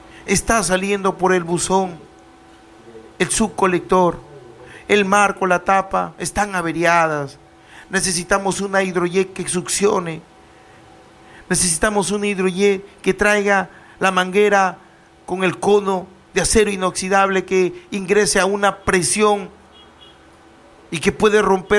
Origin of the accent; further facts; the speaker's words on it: Tucumé, Lambayeque, Peru; Yo vengo de un caserío. Y ahí me crié en un caserío. Sin agua, sin desagüe, sin luz pública.